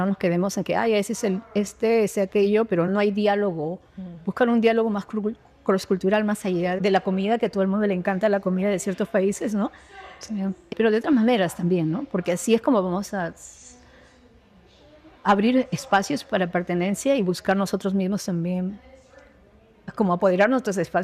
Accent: California, United States; En San Francisco Bay Area, de donde vengo, están por aquí, por allá, y hay una comunidad fragmentada.

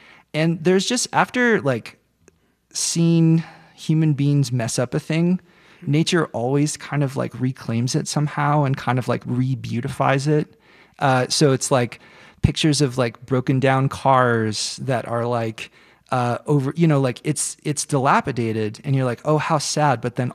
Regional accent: West Virginia, United States; moved away as an adult; now in Denver, United States; I grew up in West Virginia

